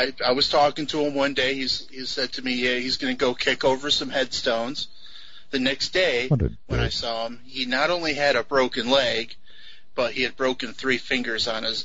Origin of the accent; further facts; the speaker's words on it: United States; The town I grew up in here on the New York, Pennsylvania border is a very, very active town